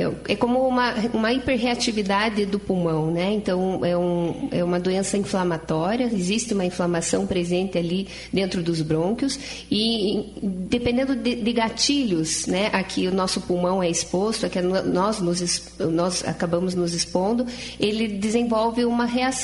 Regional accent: Castro, Paraná, Brazil; also born or lived in Curitiba; em Curitiba, mas eu morei a minha infância inteira em Castro, interior do Paraná.

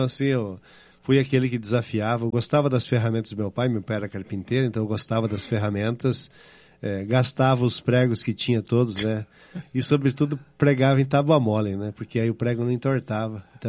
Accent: Paraná, Brazil; born there; also born or lived in Getúlio Vargas, Rio Grande do Sul / Água Santa, Rio Grande do Sul / Erechim, Rio Grande do Sul; Então eu nasci em Getúlio Vargas, nós passamos ali um período em Itapejara, né, Água Santa, propriamente numa área indígena, chamavam área dos Bugre quando eu era criança, e depois também um pouquinho de tempo em Erechim, né, e ali vivi até o 5º ano da minha vida, depois nós migramos para o Paraná.

